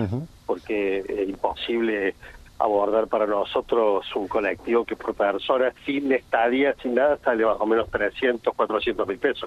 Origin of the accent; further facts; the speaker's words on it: Argentina; esa parte saca lo mejor de nosotros como argentinos, ¿no?